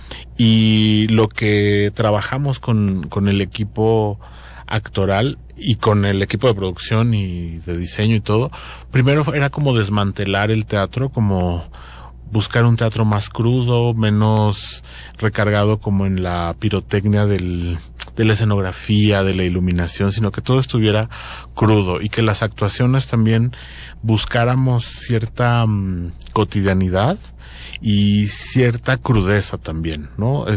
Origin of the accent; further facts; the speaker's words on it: Michoacán, Mexico; Yo soy de Michoacán